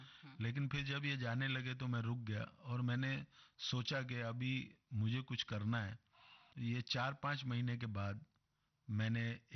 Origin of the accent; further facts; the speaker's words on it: Haryana, India; रहता था पलवल के पास, मेरा गांव है।